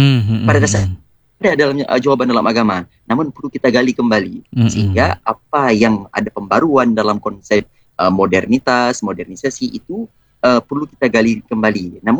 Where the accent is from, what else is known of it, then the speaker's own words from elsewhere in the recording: Aceh, Indonesia; saya sendiri adalah berasal dari Dewantara, Gurung Kukuh, Aceh Utara, dan tentunya kegiatan sehari-hari saya masih di lingkungan daerah